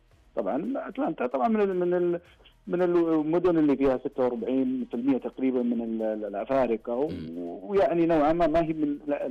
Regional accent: Saudi Arabia; أنا من السعودية

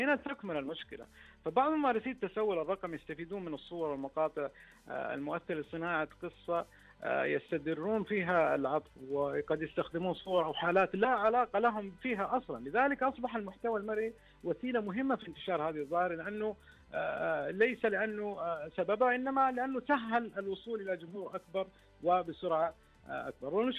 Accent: Saudi Arabia; الطيبة والرحمة اللي فينا إحنا كمجتمع سعودي

